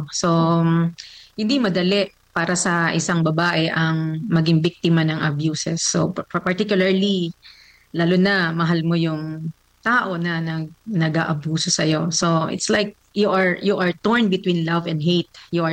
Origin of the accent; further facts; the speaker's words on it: Daet, Bicol Region, Philippines; Daet, Ma'am.